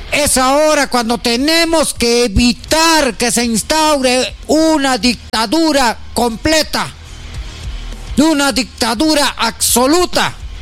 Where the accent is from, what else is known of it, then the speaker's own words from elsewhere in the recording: Peru; no valemos nada como peruanos, como ciudadanos.